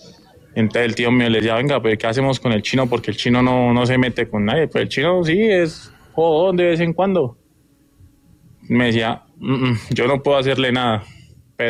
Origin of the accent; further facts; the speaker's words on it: Llanos Orientales, Colombia; now in Bogotá, Colombia; Yo soy oriundo de los Llanos Orientales, pero en este momento vivo en Bogotá.